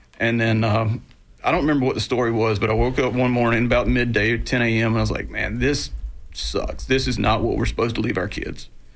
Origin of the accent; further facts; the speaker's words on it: Wiggum, Georgia, United States; now in Florida, United States; I grew up in South Georgia, about 30 minutes north of Tallahassee.